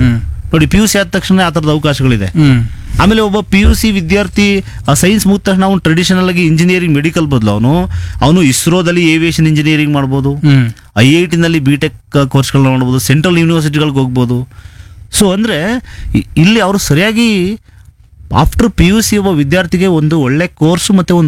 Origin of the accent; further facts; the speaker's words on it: Mysuru district, Karnataka, India; ನಮ್ಮ ಕೋಟೆಯಲ್ಲಿ ಸೈನ್ಸ್ ಕಾಲೇಜ್ಗಳು ಒಂದಷ್ಟು ಆಗಿದೆ.